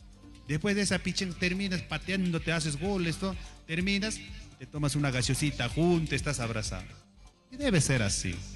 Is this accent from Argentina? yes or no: no; San Luis, Ancash, Peru; Yo nunca me voy a largar de San Luis. porque es mi pueblo donde he crecido.